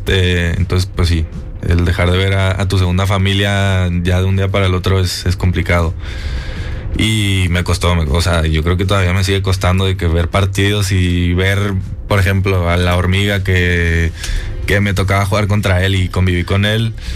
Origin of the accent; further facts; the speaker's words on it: Barcelona, Catalonia, Spain; also born or lived in Monaco; Ahí nací en Mónaco y luego nos fuimos a Barcelona.